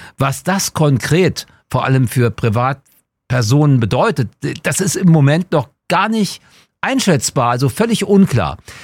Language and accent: German; Berlin, Germany; born there; Ich bin zwar gebürtiger Westberliner